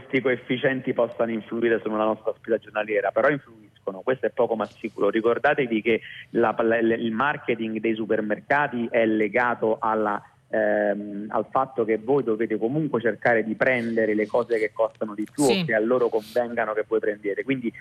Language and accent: Italian; Rome, Lazio, Italy; io adesso parlo da romano